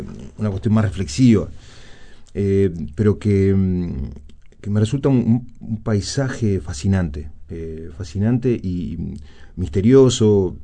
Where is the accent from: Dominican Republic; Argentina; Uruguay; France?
Uruguay; Montevideo; Pero sí, soy montevideano, esencialmente montevideano, no me he ido más de 2 meses a Montevideo.